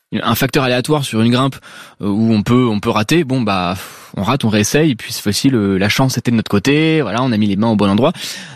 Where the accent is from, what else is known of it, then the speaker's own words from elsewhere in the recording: Paris, Île-de-France, France; j'ai grandi à Paris. Donc du coup, bon, j'ai grandi autour des gratte-ciel